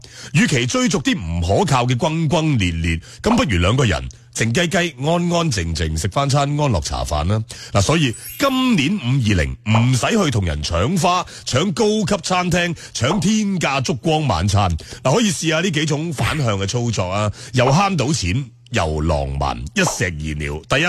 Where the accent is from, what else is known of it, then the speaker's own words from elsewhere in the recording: Guangdong, China; 等更多人知道我哋广府人嘅低调品味啊！